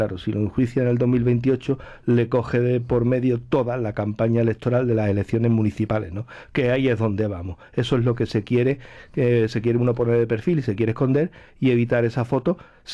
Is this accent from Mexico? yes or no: no; Ronda, Andalusia, Spain; los que somos de Ronda, que llevamos 30 y tantos o 40 y tantos años pagando impuestos en Ronda